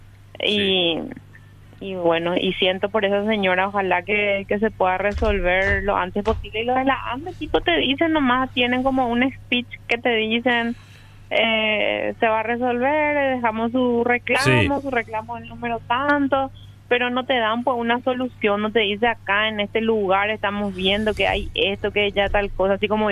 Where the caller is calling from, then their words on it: Ñemby, Central, Paraguay; yo vivo en Ñemby, cerca de la Coca-Cola